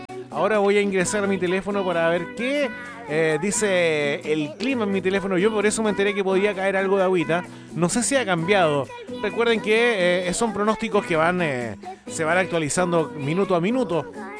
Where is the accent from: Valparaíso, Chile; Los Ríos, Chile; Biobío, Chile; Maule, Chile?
Maule, Chile; Talca; moved away; en mi ciudad natal, en Talca también